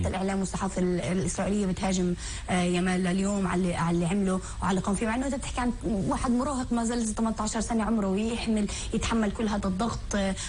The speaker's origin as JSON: {"language": "Arabic", "country": "Palestine", "said": "إحنا عندنا الفلسطيني في كل محل هو سفير، يعني بالنهاية احنا بنمثل هويتنا."}